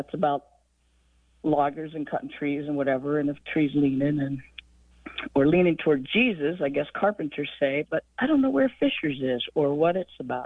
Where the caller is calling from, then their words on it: South Carolina, United States; I'm calling from South Carolina.